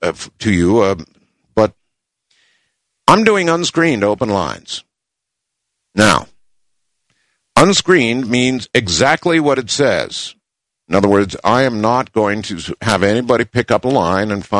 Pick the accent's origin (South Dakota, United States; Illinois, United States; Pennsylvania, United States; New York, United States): New York, United States; Mexico; My hometown of Mexico, New York, has about 72 inches of snow.